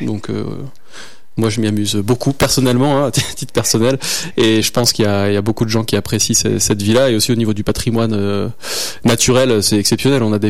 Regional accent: Grenoble, Auvergne-Rhône-Alpes, France; moved away as an adult; also born or lived in Saint-Martin-d'Hères / Paris / Dijon; now in Trièves, France; Je suis grenoblois. Je suis né à Saint-Martin-d'Hères. J'ai grandi à Grenoble et j'ai fait mes études à Grenoble. Et ensuite, je suis parti suivre ma compagne dans différents lieux de France et même plus loin. J'ai habité à Paris, à Dijon, de nouveau à Paris, de nouveau à Grenoble.

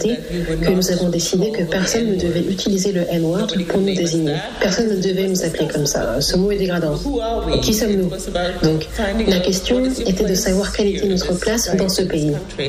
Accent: Hamburg, Germany; J'ai grandi à Hamburg et il n'y avait que 2 ou 3 Noirs dans toute la ville, je crois.

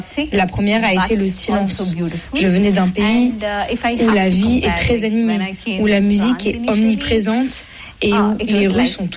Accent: South India, India; je devais choisir le plat qui me rappelle le plus mon enfance, ce serait sans hésiter le masala dosa. Je viens du sud de l'Inde et dans ma région, c'est incontournable pour le petit déjeuner.

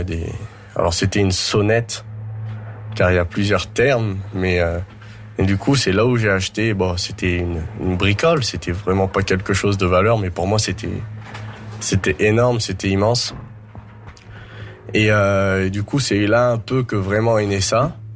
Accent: Grenoble, Auvergne-Rhône-Alpes, France; j'ai grandi à Grenoble. J'étais dans des quartiers.

